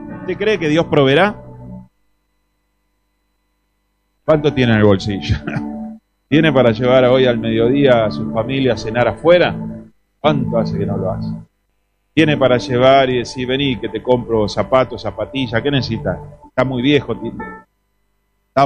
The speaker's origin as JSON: {"language": "Spanish", "country": "Argentina", "said": "somos racistas los argentinos"}